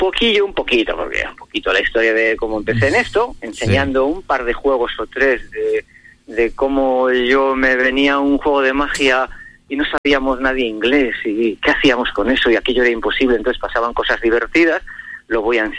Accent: Medina del Campo, Castile and León, Spain; also born or lived in Ávila; Los vecinos de aquí de Medina del Campo, yo vivía en la calle de Las Farolas.

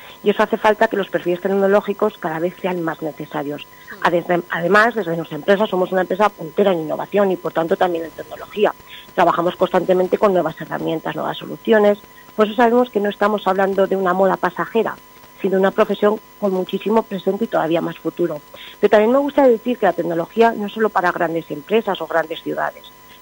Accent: Campillo de Aragón, Aragon, Spain; Yo soy de Campillo de Aragón, soy un pueblecito de la comarca de Calatayud, y sé lo que significa crecer en un pueblo

